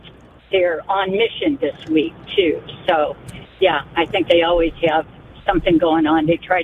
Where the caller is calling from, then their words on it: Cottleville, Missouri, United States; I'm from St. Joseph in Cottleville.